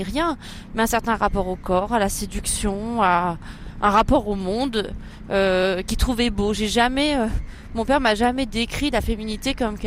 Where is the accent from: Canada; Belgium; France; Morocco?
Morocco; Rabat, Rabat-Salé-Kénitra; J'ai été élevée à Rabat, au Maroc, dans les années 80 et 90. Donc, bon, c'est la capitale du Maroc. Et à l'époque, c'était une ville très, très, très, très paisible, très calme, assez ennuyeuse. Il n'y avait pas beaucoup de loisirs pour les jeunes.